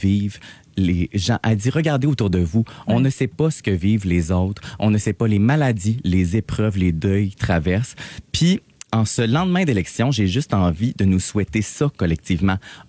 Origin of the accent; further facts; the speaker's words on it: Quebec, Canada; Moi, j'avais un grand sentiment de fierté d'être Québécois.